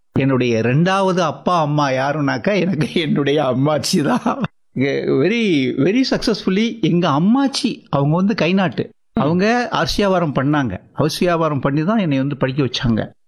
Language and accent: Tamil; Pirandipatti, Tamil Nadu, India; also born or lived in Melur; now in Madurai, India; என்னுடைய சொந்த ஊர் பிரண்டிப்பட்டி, அதாவது மேலூர் தாலுக்காவில் கொடுக்கம்பட்டி கிராமத்தில் உள்கடை கிராமம் எங்கள் ஊர். ஒரு ரிமோட் வில்லேஜ்னு சொல்லலாம்.